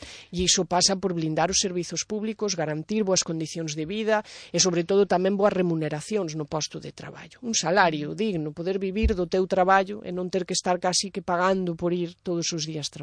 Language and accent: Galician; Ribeira de Piquín, Galicia, Spain; eu son da Ribeira de Piquín, vamos, que ademais eu vivín hasta os 18 anos nun concello de media montaña.